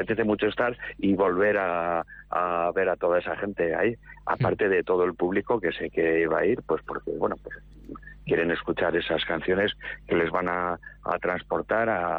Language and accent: Spanish; Barbastro, Aragon, Spain; born there; tengo muchos amigos por la zona, por Monzón. Yo nací ahí al lado, en Barbastro.